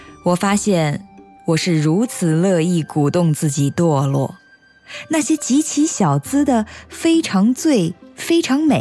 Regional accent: northern China, China; 我是北方人，第一次知道南方人年夜也可以吃米饭的，并不一定要吃饺子。

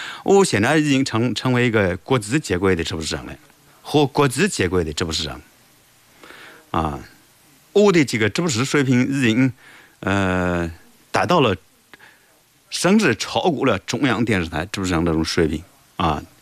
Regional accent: Lianyungang, Jiangsu, China; 我来自江苏连云港，这个老家是光荣的，俺父让光荣拆了，我的老家家乡来自光荣，

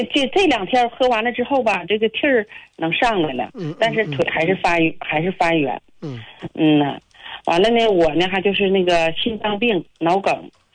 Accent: Changchun, Jilin, China; 我是长春的

